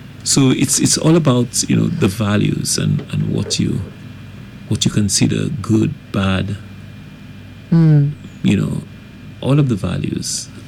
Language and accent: English; Gros Islet, St. Lucia; growing up in Groseley as a boy